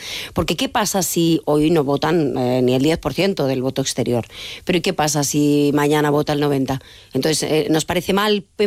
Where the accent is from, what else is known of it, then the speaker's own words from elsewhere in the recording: Galicia, Spain; now in Madrid, Spain; como gallega, ciudadana gallega que paga impuestos en Madrid y que ya no está censada en Galicia, no puedo votar en Galicia y soy ciudadana gallega y tengo una casa en Galicia.